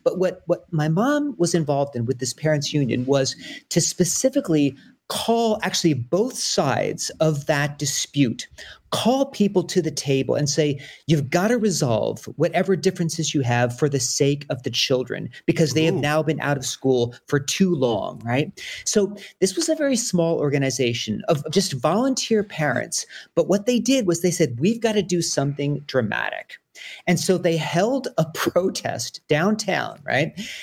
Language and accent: English; Philadelphia, Pennsylvania, United States; born or raised there